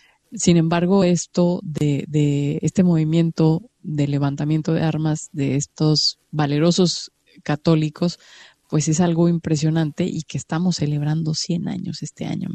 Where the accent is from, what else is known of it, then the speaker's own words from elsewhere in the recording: Mexico; Este año estamos de fiesta en México